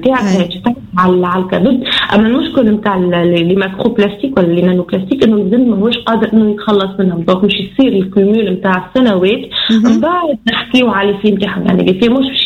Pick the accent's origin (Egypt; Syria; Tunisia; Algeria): Tunisia